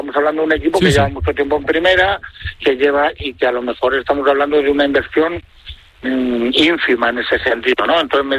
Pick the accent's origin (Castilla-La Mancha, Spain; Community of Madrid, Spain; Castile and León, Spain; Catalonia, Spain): Castile and León, Spain; Valladolid; Yo soy pucelano y blanquivioleta de Valladolid, moriré siendo así